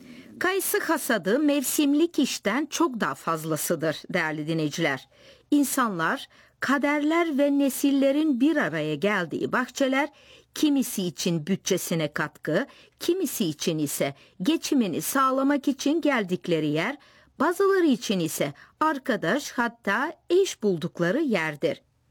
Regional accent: Dobruja, Bulgaria; benim memleketimde olan Dobruca'da

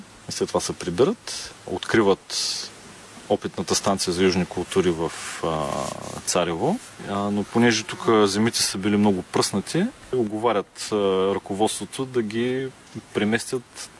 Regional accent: Burgas, Burgas Province, Bulgaria; born there; Ние сме от Бургас сме родени

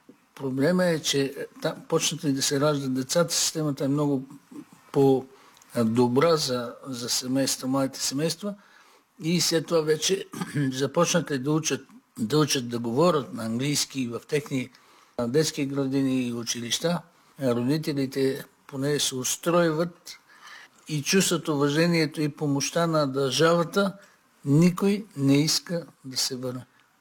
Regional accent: Oshtava, Blagoevgrad Province, Bulgaria; moved away as an adult; also born or lived in Kyustendil; now in London, United Kingdom; Роден съм 1960 година в село Ощава. Първите 15 години минаха там до 8 клас.

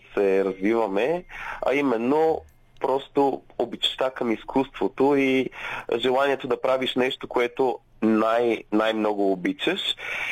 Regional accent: Sofia, Sofia City, Bulgaria; born there; also born or lived in Kardzhali; Аз се чувствам изключително приятно, защото Кърджали е моя град. Въпреки, че съм роден в София, всяко лято прекарвах в Кърджали с баба ми и дядо ми.

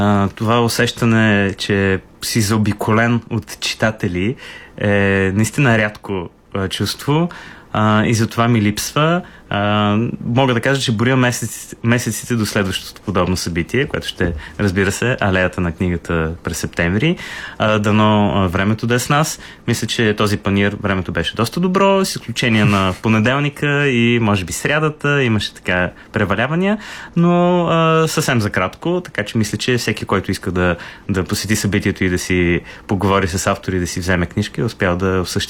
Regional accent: Sofia, Sofia City, Bulgaria; born there; moved away as an adult; аз, понеже съм квартален плъх, аз съм живял 39 години в Дружба 2

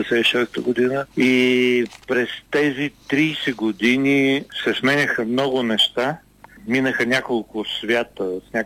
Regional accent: Yambol, Yambol Province, Bulgaria; аз съм от Ямбол, от тази част на южна част на България.

